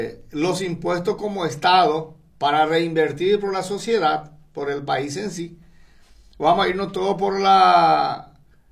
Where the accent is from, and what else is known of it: Paraguay